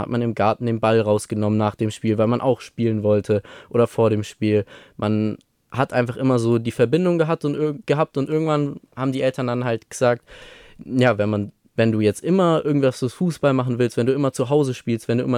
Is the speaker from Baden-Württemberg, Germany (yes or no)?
yes; Stuttgart, Baden-Württemberg, Germany; born there